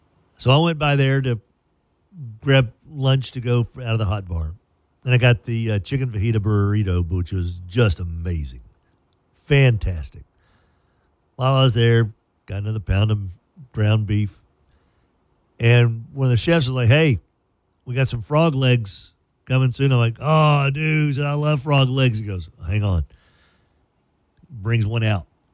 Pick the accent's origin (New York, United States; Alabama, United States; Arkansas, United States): Arkansas, United States; I grew up in Arkansas with cousins that live on Bayou Bartholomew.